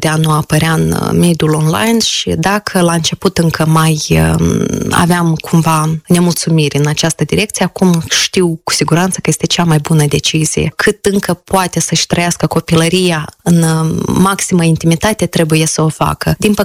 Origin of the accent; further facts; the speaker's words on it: Chișinău, Moldova; also born or lived in Hirova, Călărași District; Copilăria am petrecut-o la țară mai mult, chiar dacă eu sunt de origine din Chișinău, dar așa a fost să fie ca în fiecare vară, de la început de iunie până la sfârșit de august, părinții să ne lase la bunei la țară, ei să-și continue activitatea în oraș și am petrecut-o în raionul Călăraș